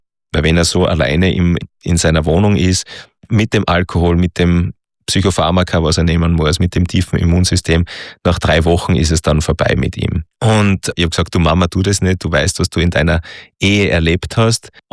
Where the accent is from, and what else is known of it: Austria